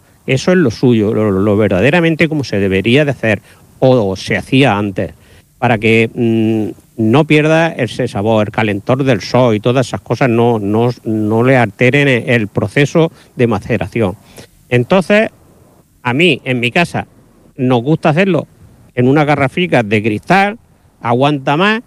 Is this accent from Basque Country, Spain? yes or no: no; Cieza, Region of Murcia, Spain